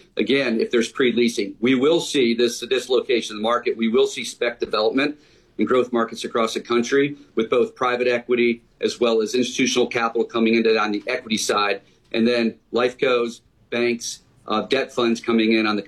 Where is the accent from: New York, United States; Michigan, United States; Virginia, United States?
Michigan, United States; Detroit; and I'm from Detroit, Michigan, so I can pick on Detroit.